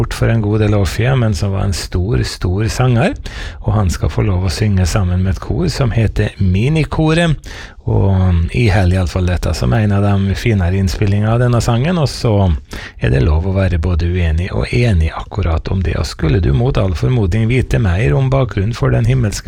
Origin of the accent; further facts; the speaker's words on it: Møre og Romsdal, Norway; now in Sunnmøre, Norway; på Nordmøre der jeg vokste opp